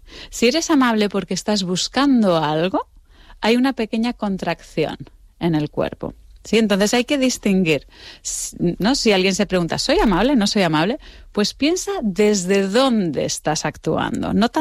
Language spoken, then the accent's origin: Spanish; Canary Islands, Spain; accent: godo; en Gran Canaria, que es donde tengo yo aquí a la familia, aunque tenga el acento godo, soy canaria, y se nota un montón